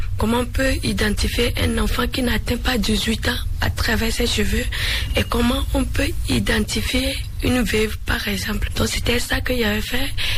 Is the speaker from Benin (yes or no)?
yes; Benin; Chez nous, en Bariba, on dit pori-pori.